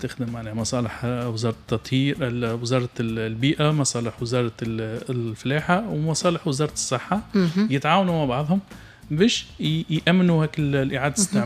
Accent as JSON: {"language": "Arabic", "country": "Tunisia", "said": "عندنا في تونس"}